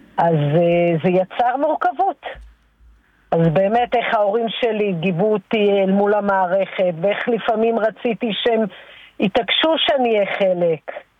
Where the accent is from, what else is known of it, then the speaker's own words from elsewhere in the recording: Central District, Israel; אני מקיבוץ שפעים.